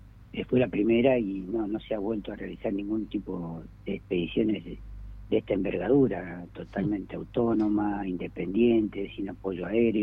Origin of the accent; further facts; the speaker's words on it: Argentina; los argentinos